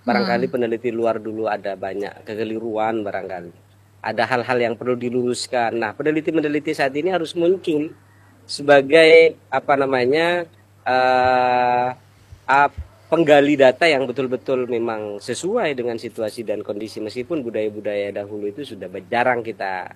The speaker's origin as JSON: {"language": "Indonesian", "region": "East Java", "country": "Indonesia", "said": "Di situ ada bahasa Bajo, bahasa Mandar yang barangkali kalau kita orang Madura asli akan rooming ya"}